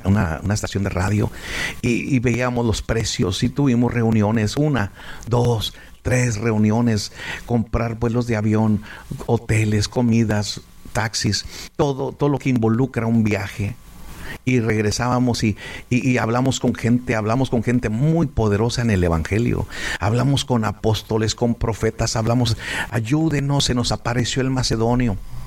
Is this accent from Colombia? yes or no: no; Ciudad Juárez, Chihuahua, Mexico; now in Los Angeles, United States; Nosotros no somos de Los Ángeles, estamos en Los Ángeles. En cada estado que estamos, nosotros somos de Ciudad Juárez. Y no estábamos ni en Ciudad Juárez, pero deseábamos estar en nuestro México lindo y querido.